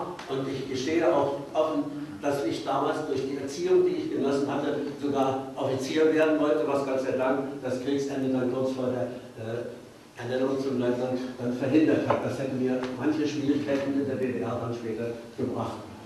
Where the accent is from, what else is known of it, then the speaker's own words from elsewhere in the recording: Königsberg, Kaliningrad Oblast, Russia; Ich habe 1943 in Königsberg, meiner Heimatstadt, das Abitur gemacht, war auch noch an der Albertina-Universität meiner Vaterstadt eingeschrieben